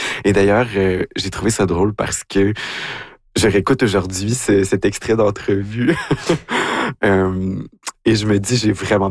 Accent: Quebec, Canada; moved away

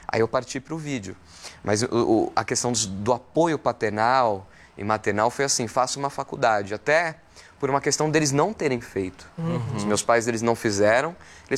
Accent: São Paulo, Brazil; Sou do Campo Limpo, Santo Amaro.

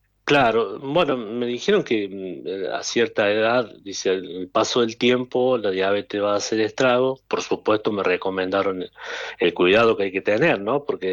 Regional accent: Villa Mercedes, San Luis, Argentina; Sí, yo nací aquí, sí, en Villa Mercedes.

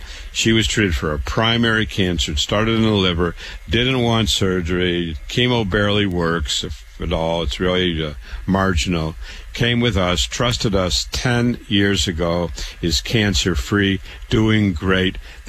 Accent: Waterloo, Iowa, United States; born or raised there; now in New York City, United States

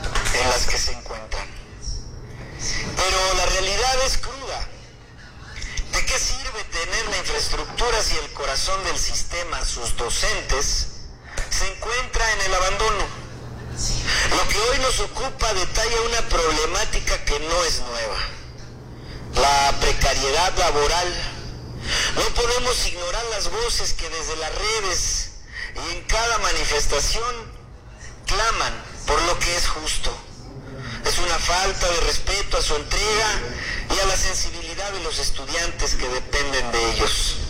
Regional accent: Acapulco, Guerrero, Mexico; En Acapulco, el lugar de donde soy originario, de donde nací

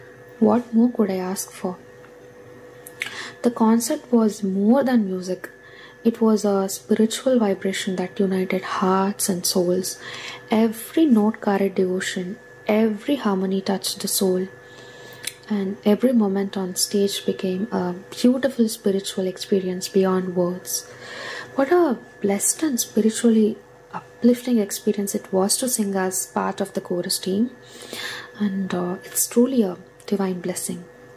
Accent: Udupi, Karnataka, India; moved away; So back in India, there was a concert of … in my hometown, Udupi, which is in Karnataka.

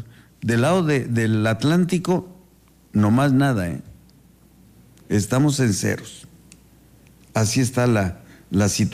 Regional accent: La Trinitaria, Chiapas, Mexico; moved away; como le decimos allá en Trinitaria, en mi pueblo.

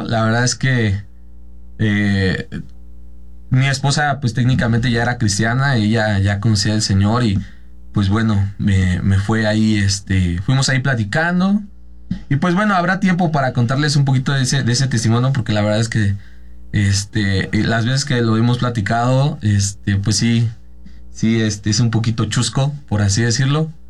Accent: Teotihuacán, State of Mexico, Mexico; now in Mexico City, Mexico; yo vivía en Teotihuacán, técnicamente yo era de allá.

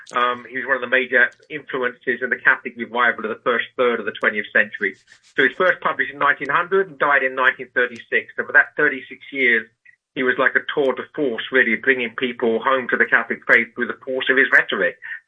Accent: England, United Kingdom; I was sentenced to prison for editing a magazine in England, my native land, if you can tell from my accent.

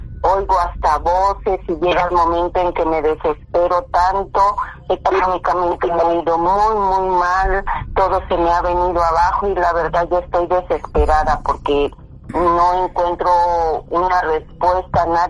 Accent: Jalisco, Mexico

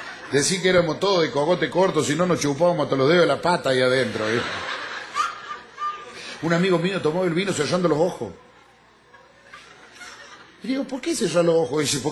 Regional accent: Cruz del Eje, Córdoba, Argentina; que soy de la República Argentina, de Córdoba exactamente, de la ciudad de Cruz del Eje.

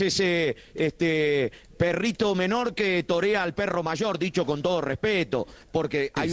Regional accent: Argentina; Y pasábamos nosotros y nos reconocían como argentinos y nos saludaban, nos gritaban, nos hacían una chicana, parte del folclore.

